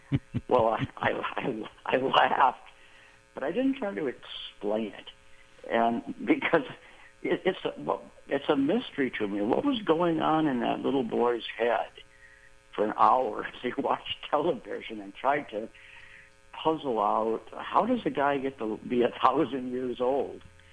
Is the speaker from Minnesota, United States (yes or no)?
yes; Minnesota, United States; now in Texas, United States; I grew up in Minnesota, and where sports were important, but they weren't king of everything. And I now live in Texas